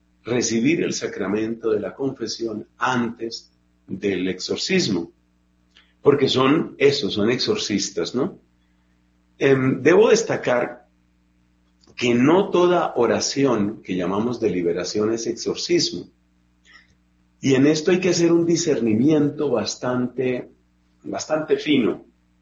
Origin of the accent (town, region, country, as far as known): Colombia